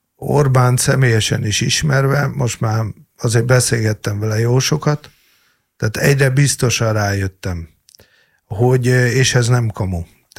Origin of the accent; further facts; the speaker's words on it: Hungary; Mi magyarok vagyunk